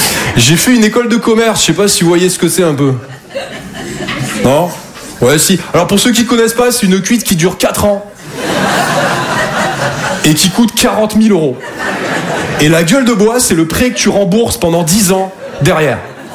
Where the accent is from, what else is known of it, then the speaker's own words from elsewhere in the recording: Toulouse, Occitanie, France; now in Paris, France; Ben, je me présente … je viens de Toulouse à la base.